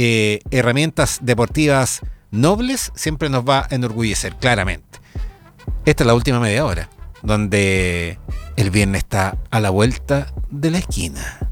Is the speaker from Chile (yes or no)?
yes; Chile; Eso que más nos importa como chilenos, sin duda alguna.